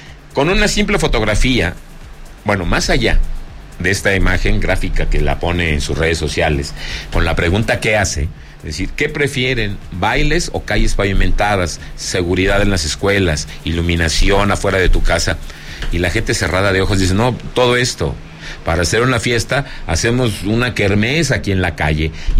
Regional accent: Zacatecas, Mexico; que por primera vez en la historia de mi tierra, Zacatecas, me están diciendo que hago la Alta Palmira

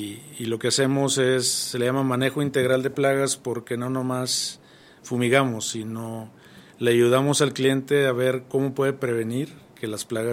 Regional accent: Tampico, Tamaulipas, Mexico; moved away as an adult; now in Fresnillo, Mexico; Sí, soy originario de Tampico, pero ya me establecí aquí hace 13 años.

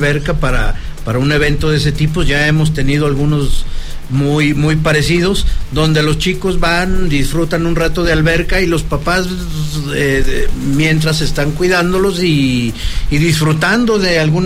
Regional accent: Zacatecas, Mexico; Somos cuatro artistas zacatecanos de amplia trayectoria

